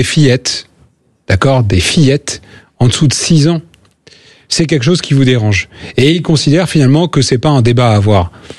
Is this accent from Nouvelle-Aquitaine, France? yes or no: no; Bagnolet, Île-de-France, France; now in Normandy, France; j'étais originaire du 93.